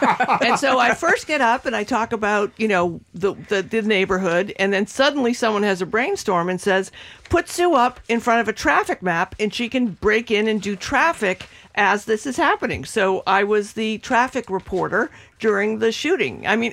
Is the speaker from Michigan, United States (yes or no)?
no; Revere, Massachusetts, United States; accent: Revere; I can't tell you how upset I am that I spent all this money at Emerson to get rid of my Revere accent.